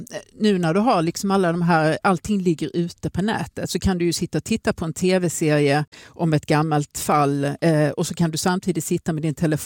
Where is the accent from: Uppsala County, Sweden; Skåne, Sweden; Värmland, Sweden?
Skåne, Sweden; Lund; also born or lived in Österlen; Jag kommer från Lund från början, men vi var otroligt mycket på Österlen och nu idag har jag tagit över huset.